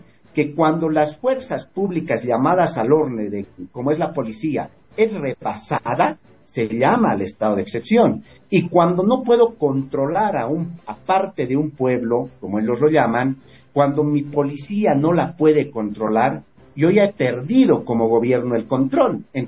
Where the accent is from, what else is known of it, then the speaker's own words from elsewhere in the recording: Oruro, Bolivia; yo soy de Oruro